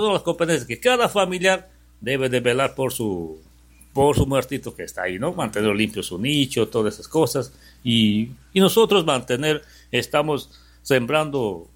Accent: Bellavista, San Martín, Peru; now in Lamas, Peru; Por si yo no soy de Lamas, pues, ¿no? Yo soy de Bellavista, pero ya me siento ser parte de Lamas porque vivo acá, me cobija Lamas, mi familia es de acá

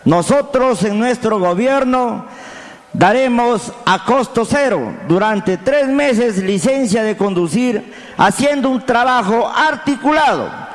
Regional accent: Lamas, San Martín, Peru; quiero servir a mi pueblo de Lamas

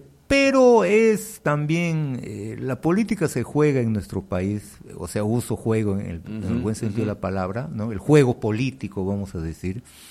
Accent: Peru; nosotros, como peruanos

